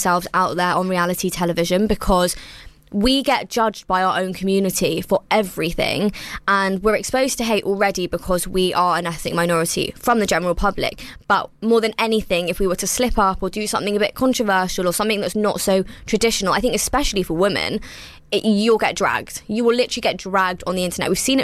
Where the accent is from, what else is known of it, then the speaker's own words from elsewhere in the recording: United Kingdom; I'm also Indian, but unlike I am Gujarati, which is another state in India, and there's so many different varieties of Indians. I was also born and raised in the UK